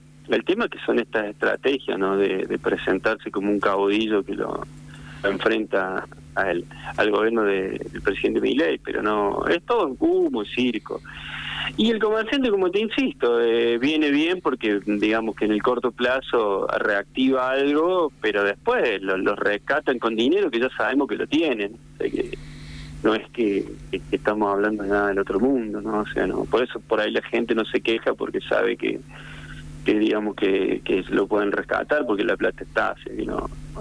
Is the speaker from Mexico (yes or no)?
no; Córdoba, Argentina; moved away as an adult; now in La Rioja, Argentina; yo vengo vivo hace 25 años acá, porque creo que se me nota que soy cordobés